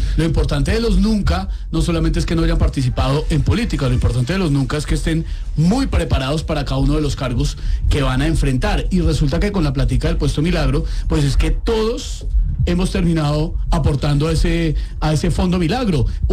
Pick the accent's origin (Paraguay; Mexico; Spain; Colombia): Colombia; mientras estemos unidos como colombianos, pues vamos a salir de esta